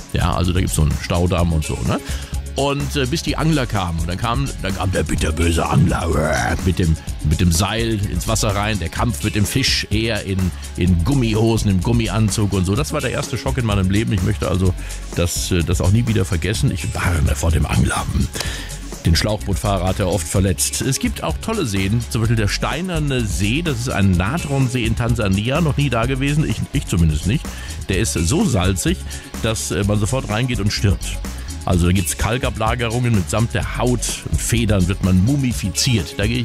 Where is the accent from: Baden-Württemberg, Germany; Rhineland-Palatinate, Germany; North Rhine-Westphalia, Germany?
Rhineland-Palatinate, Germany; Solche Grammatikfallen gibt es natürlich auch im Westerwald gerade, wo ich herkomme.